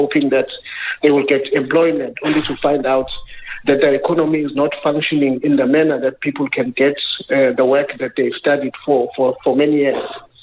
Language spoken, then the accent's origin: English; KwaZulu-Natal, South Africa; I grew up in Bambai